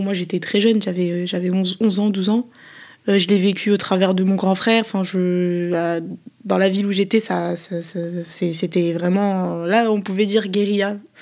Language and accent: French; Sevran, Île-de-France, France; je viens de Sevran, et malgré ça, on se retrouve quand même, nous, banlieusards